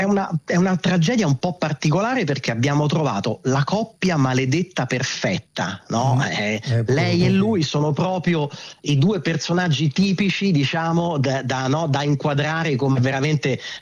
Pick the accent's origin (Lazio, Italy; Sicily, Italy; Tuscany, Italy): Lazio, Italy; Rome; Noi siamo di Roma, siamo gli unici di Roma